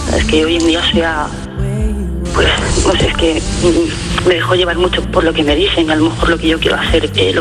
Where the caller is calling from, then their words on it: Terrassa, Catalonia, Spain; yo vivo en Tarrasa y él vive en Gerona.